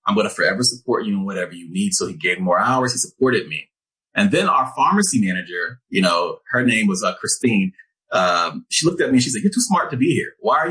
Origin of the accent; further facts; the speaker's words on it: Nigeria; being Nigerian, the first thing they want you to be is a doctor, lawyer, engineer.